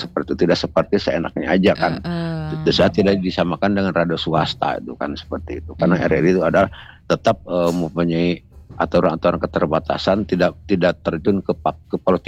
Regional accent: Bogor, West Java, Indonesia; born there; menikah dengan nenek saya, maka lahirlah saya di Bogor itulah seperti itu.

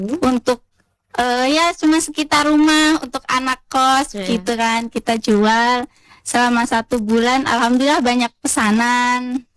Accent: Yogyakarta, Special Region of Yogyakarta, Indonesia; now in Kupang, Indonesia; Iya, bapak kecil itu karena suami dari Jogja, saya dari Jogja, Pak Lik itu kan bapak kecil.

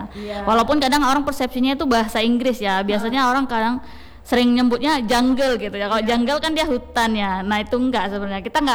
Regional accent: North Sumatra, Indonesia; karena saya sendiri bukan orang Aceh ya. Iya, jadi saya orang Sumatera Utara. Kemudian menikah sama orang Aceh gitu kan.

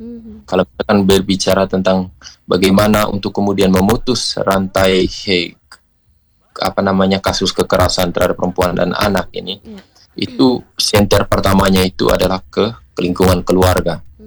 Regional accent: East Nusa Tenggara, Indonesia; kita orang NTT

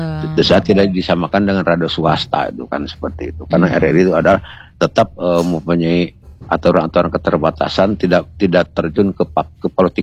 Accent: Bogor, West Java, Indonesia; born there; maka lahirlah saya di Bogor itulah seperti itu. Jadi tetap darah-darah Aceh saya tetap tidak bisa hilang kan seperti itu kan dari kakek saya

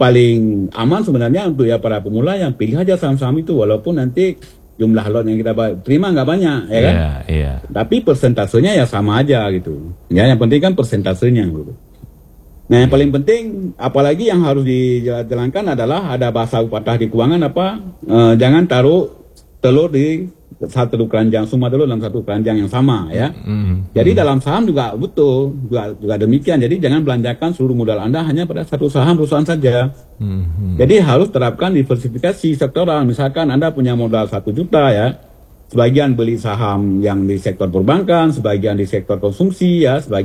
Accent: Banda Aceh, Aceh, Indonesia; pesan saya sebagai warga Banda Aceh

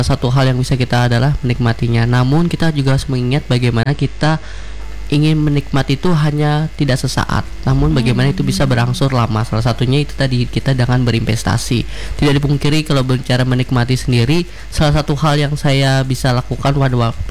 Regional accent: Palangka Raya, Central Kalimantan, Indonesia; Ada beberapa dari daerah, namun kan saya juga dari Palangka.

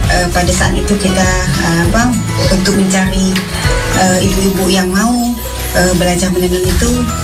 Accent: Sambas, West Kalimantan, Indonesia; now in Pontianak, Indonesia; Dari Sambas, waktu kecil ibu belajar di Sambas. Cuman ibu di tahun 99 ibu pindah ke Pontianak.

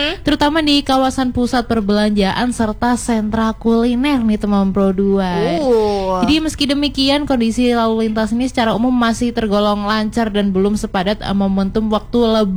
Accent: Malang, East Java, Indonesia; bahkan kita yang orang-orang Malang.

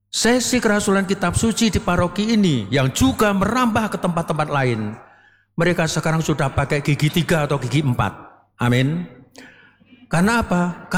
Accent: Bogor, West Java, Indonesia; kita sebagai orang Bogor

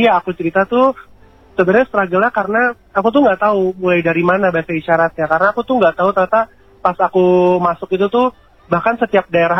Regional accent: Jakarta, Indonesia; first language Indonesian; bahasa ibu aku, yaitu bahasa Indonesia yang aku kan lahir besar di Jakarta kan ya.

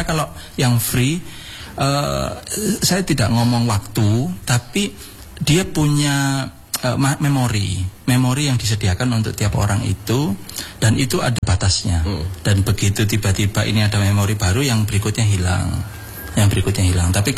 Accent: Malang, East Java, Indonesia; now in Tarakan, Indonesia; saya orang Malang.

